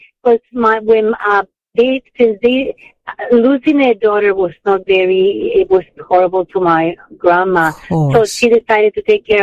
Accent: Puerto Rico; accent: Puerto Rican; moved away; I was born in Puerto Rico in the center of the island

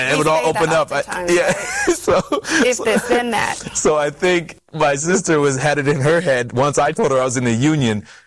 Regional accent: Canada; My brother was a very successful basketball player. He was an All-Canadian. I'm originally from Canada.

